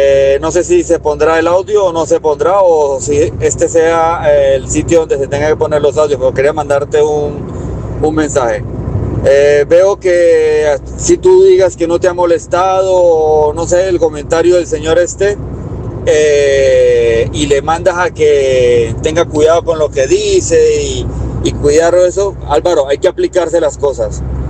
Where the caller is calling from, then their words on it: Colombia; nosotros como colombianos